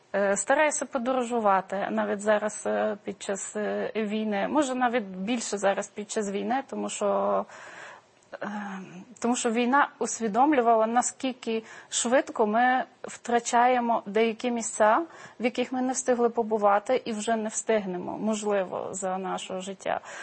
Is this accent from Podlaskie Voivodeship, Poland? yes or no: no; Warsaw, Masovian Voivodeship, Poland; Ukrainian is a second language; moved away; І навіть на саму Варшаву, мою рідну Варшаву, яка дуже сильно помінялася за тих більше 20 років, коли я там не живу